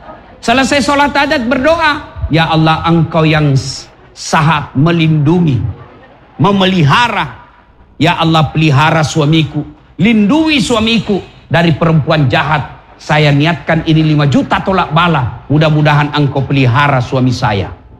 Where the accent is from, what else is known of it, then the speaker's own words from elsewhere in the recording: Sulawesi, Indonesia; now in Kalimantan, Indonesia; kita juga orang Sulawesi